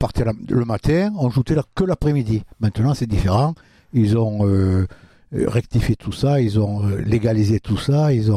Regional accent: Saint-Raphaël, Provence-Alpes-Côte d'Azur, France; moi, je suis natif du Dramont. Je suis né au Dramont.

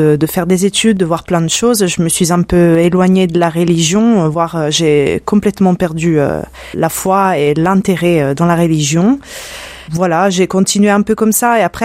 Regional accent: Sicily, Italy; Me concernant, donc je viens d'Italie, je viens de Sicile tout particulièrement, et comme beaucoup le savent, la foi est très ancrée là-bas.

